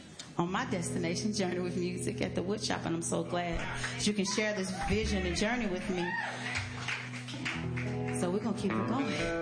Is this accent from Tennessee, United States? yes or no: yes; Chattanooga, Tennessee, United States; Chattanooga is my hometown